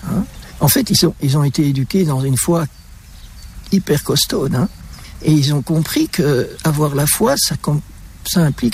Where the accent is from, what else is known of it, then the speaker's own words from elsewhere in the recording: Belgium; On est resté en Belgique